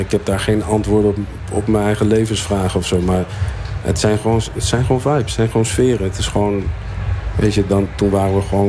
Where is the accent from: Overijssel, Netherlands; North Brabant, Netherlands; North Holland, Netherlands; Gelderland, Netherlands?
Overijssel, Netherlands; Zwolle; Vroeger was ik bijvoorbeeld trots van. Ja, ik kom uit Zwolle, maar ja, daar heb ik niks voor hoeven doen, hè.